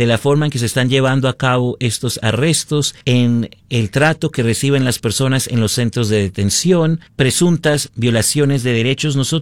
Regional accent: Utah, United States; Yo soy de origen colombiano. Aquí casi que no había restaurantes colombianos. Yo no recuerdo haber visto nunca un restaurante, por ejemplo, venezolano cuando crecí aquí en Utah a comienzos de los 2000.

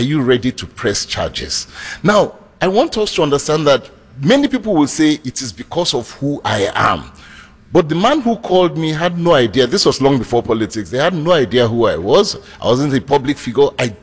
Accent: Nigeria; they identified that I was a Nigerian

